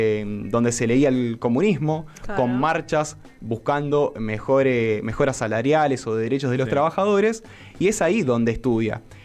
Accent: Santa Fe, Argentina; Yo también soy santafesino, así que también eso me llena de orgullo.

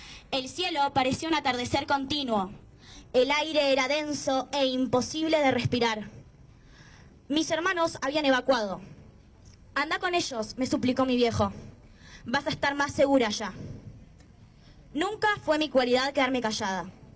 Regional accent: San Marcos Sierras, Córdoba, Argentina; yo soy de San Marcos

